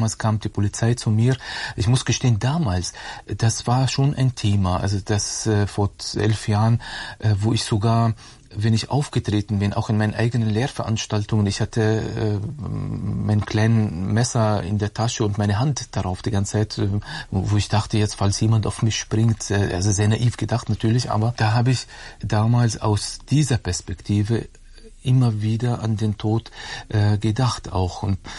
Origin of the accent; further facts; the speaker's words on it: Germany; Und dann habe ich ihm gesagt, auf Arabisch habe ich geantwortet, ich komme aus Deutschland. Ich wusste auch nicht, was ich genau sage, aber meine Eltern sind Palästinenser.